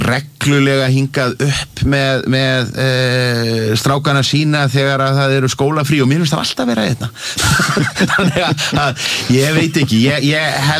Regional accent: Reykjavík, Capital Region, Iceland; Ég ólst upp í Vesturbænum í Reykjavík og er í sko 1000 barna melaskóla

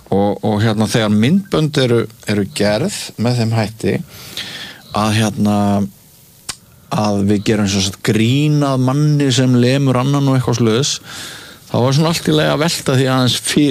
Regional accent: Mývatnssveit, Northeastern Region, Iceland; þegar ég var barn á skólalóðinni í Mývasveit eða bara leik að kvöldi þá voru slagsmál daglegt brauð

